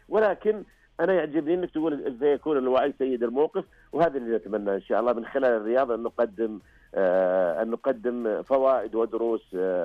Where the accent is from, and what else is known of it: Saudi Arabia